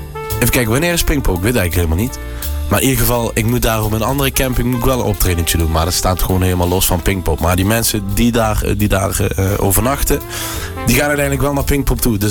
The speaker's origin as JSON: {"language": "Dutch", "town": "Landgraaf", "region": "Limburg", "country": "Netherlands", "tie": "born or raised there", "said": "In Limburg, ja. Landgraaf."}